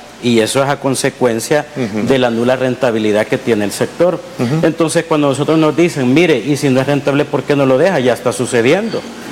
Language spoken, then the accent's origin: Spanish; El Salvador; tratamos de ver cómo salimos adelante como buenos salvadoreños.